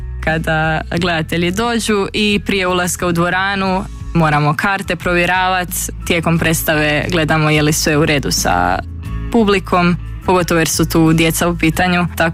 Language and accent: Croatian; Zagreb, City of Zagreb, Croatia; born there; Da, tata iz Hercegovine, ali sam rođena u Zagrebu.